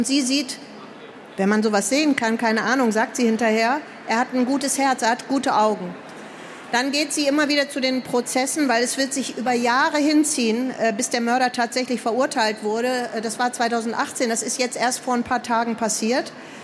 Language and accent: German; Germany; Und man fragt sich als Deutscher, als ich mit denen gesprochen habe, da fragte ich sie, wie hältst du das überhaupt aus?